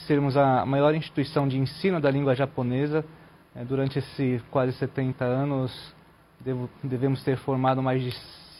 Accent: Brazil; Mas também eu sempre fui bem aceito como eu sou brasileiro, né? E eu tenho uma face mais ocidental do que asiática.

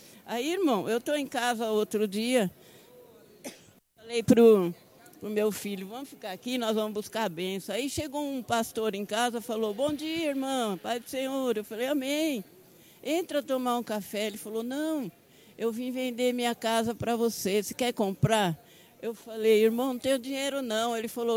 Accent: Paiol, Brazil; Eu sou do Paiol.

